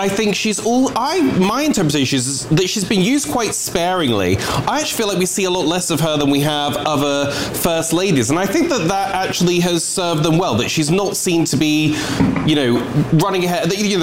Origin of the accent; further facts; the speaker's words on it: United Kingdom; from my interpretation as a Brit